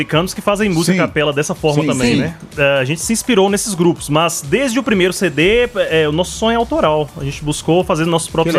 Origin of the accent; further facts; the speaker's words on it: Belo Horizonte, Minas Gerais, Brazil; Eu sou de BH